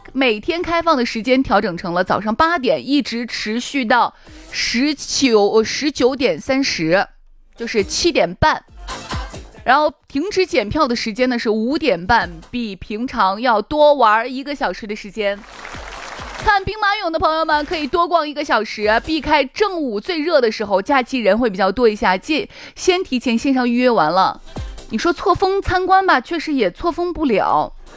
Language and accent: Chinese; Xi'an, Shaanxi, China; 我们身为西安人也是很骄傲的